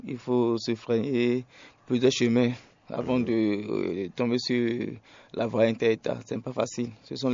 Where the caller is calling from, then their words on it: Benin; J'habite à Tropokodji.